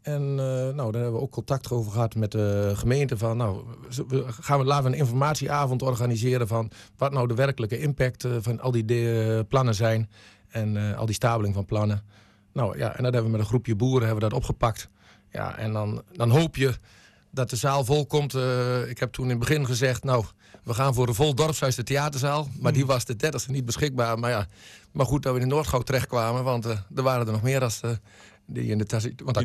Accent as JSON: {"language": "Dutch", "town": "Hoorn", "country": "Netherlands", "tie": "born or raised there", "said": "Ik ben geboren aan de Vosbergenweg op de boerderij. Mijn hele leven was altijd buiten met het land en de dieren."}